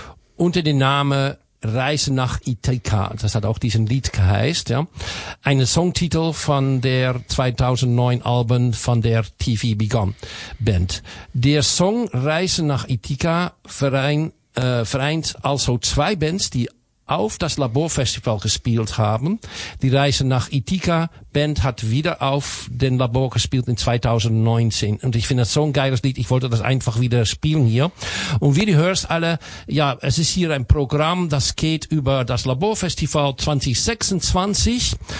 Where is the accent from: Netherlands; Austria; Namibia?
Netherlands; Amsterdam, North Holland; German is a second language; Ich bin aus Amsterdam